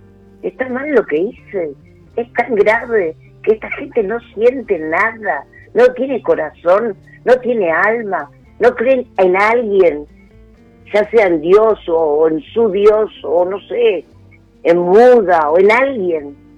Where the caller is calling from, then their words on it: Buenos Aires, Argentina; de Villa Urquiza.